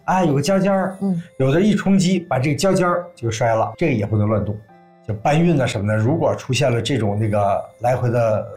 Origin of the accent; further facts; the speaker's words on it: Northeast China, China; 作为一个东北人啊